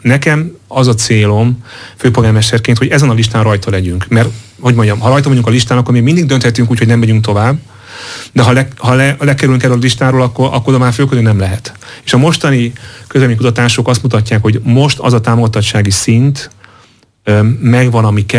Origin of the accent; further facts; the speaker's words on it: Hungary; mi büszke magyarok vagyunk